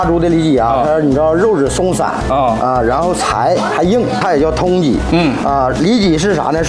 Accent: Changchun, Jilin, China; 我是吉林长春人。

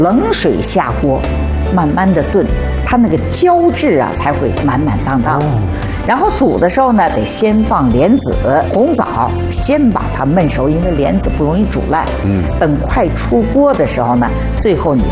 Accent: South China, China; 我们是南方人，我们那有鲜百合，北方人就得买干百合了

